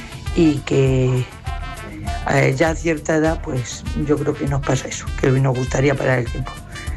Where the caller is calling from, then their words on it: Villanueva de los Infantes, Castilla-La Mancha, Spain; de Villanueva de los Infantes.